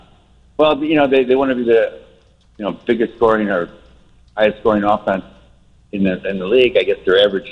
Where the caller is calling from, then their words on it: Chicago, Illinois, United States; We're Chicagoans.